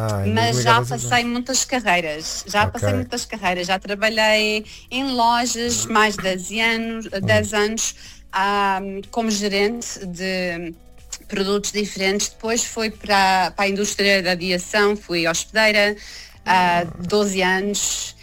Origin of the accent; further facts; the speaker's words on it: Azores, Portugal; Não tanto, agora vou mais, porque eu sou dos Açores, vou mais agora é para o Portugal continental, adoro o Algarve, adoro Lisboa